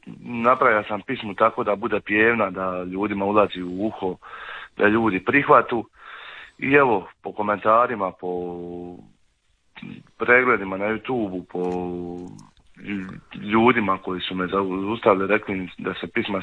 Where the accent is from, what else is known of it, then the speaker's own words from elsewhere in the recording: Zaton, Šibenik-Knin County, Croatia; Spot je sniman u Zatonu kod Šibenika, odakle sam ja, tu u jednoj konobi kod gospodina jednog gdje se mi zimi okupljamo tako Zatonjani, pivamo i idemo na karte i tako dalje.